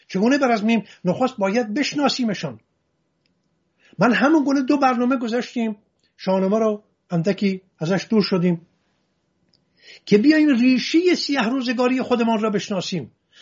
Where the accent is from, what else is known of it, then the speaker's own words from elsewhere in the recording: Hamadan, Iran; خودم در محله کریمیان همدان بزرگ شدم.